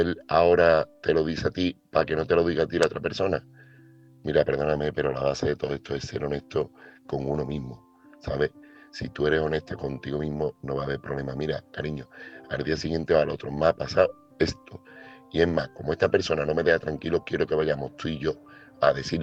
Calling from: Seville, Andalusia, Spain; corresponsal de Sevilla

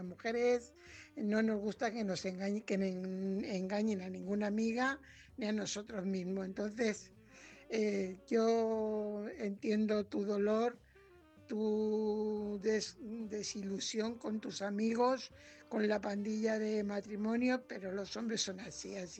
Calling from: Fuenlabrada, Community of Madrid, Spain; Hola, buenas noches, Álvaro. ¿Cómo estás? … corresponsal de Fuenlabrada.

